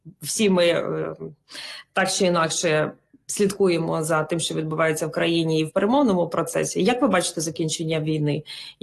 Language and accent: Ukrainian; Sumy Oblast, Ukraine; бо в моїй рідній Сумській